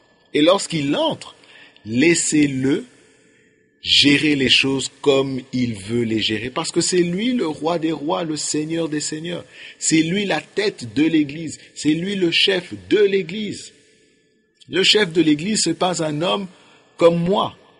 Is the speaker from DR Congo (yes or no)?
yes; Kinshasa, DR Congo; Bon, chez nous à Kinshasa, les taxis, nous les partageons à plusieurs.